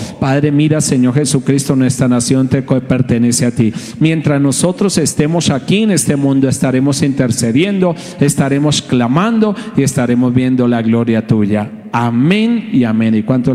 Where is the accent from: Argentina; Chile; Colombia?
Colombia